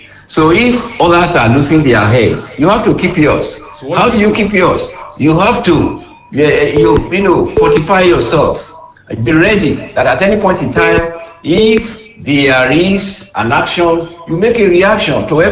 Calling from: Nigeria; I'm calling from Iwaruka.

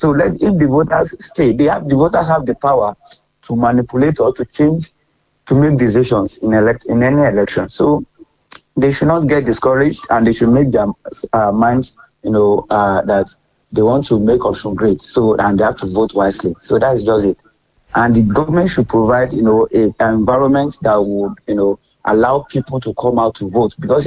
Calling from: Italy; calling you from Italy.

